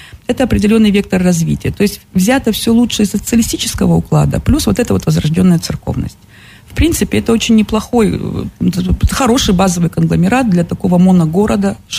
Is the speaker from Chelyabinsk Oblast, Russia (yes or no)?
yes; Kopeysk, Chelyabinsk Oblast, Russia; Да, это улица в моем родном городе Копейске.